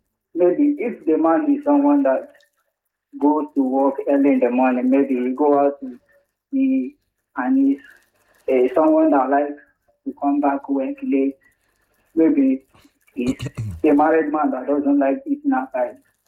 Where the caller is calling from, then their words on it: Ashaiman, Greater Accra, Ghana; calling from Ashoman.